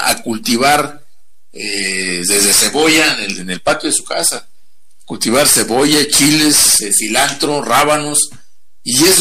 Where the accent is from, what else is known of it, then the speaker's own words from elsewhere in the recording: Apatzingán, Michoacán, Mexico; Yo me acuerdo de mi tierra en Apatzingán.